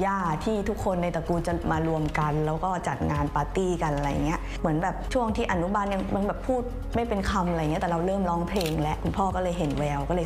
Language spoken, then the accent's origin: Thai; Chai Nat, Thailand; เป็นคนจังหวัดชัยนาท